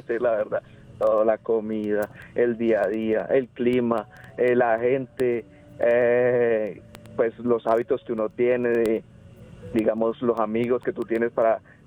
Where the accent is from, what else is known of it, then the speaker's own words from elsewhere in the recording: Bucaramanga, Santander, Colombia; En Bucaramanga, exactamente, yo soy de Bucaramanga.